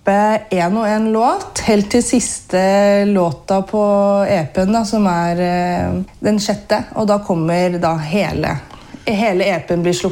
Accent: Geilo, Buskerud, Norway; Ja, jeg kommer fra Hallingdal, da. Jeg kommer fra Geilo, men det hører man ikke så godt heller.

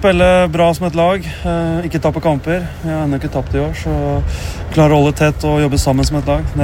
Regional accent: Eidskog, Innlandet, Norway; moved away as an adult; also born or lived in Southampton; gi litt tilbake til der jeg kommer fra.

